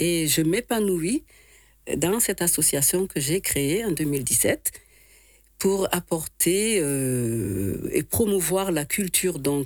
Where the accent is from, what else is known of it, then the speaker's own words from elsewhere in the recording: Marseille, Provence-Alpes-Côte d'Azur, France; moved away as an adult; also born or lived in Dakar, Senegal; now in Nîmes, France; Dakar, c'est la capitale du Sénégal. Donc j'y suis née, bon, j'ai grandi à Marseille et je suis arrivée à Nîmes en 2010.